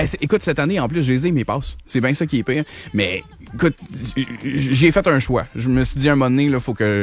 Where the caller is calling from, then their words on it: Lévis, Quebec, Canada; moi aussi, je suis de la Rive-Sud, puis moi, je suis à Lévis